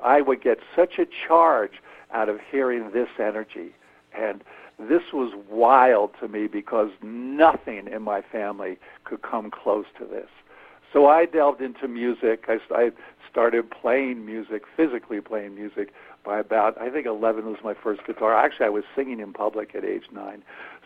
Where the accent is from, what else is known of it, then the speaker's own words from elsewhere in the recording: Kingston, New York, United States; we grew up in Kingston, New York, and this was a very middle-class town that had, you know, strong Catholic population, and there were Irish, and there were Italians, and there were African Americans